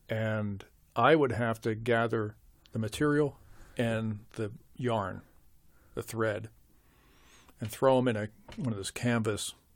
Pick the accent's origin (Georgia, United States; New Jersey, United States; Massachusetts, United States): New Jersey, United States; moved away; I'm from New Jersey.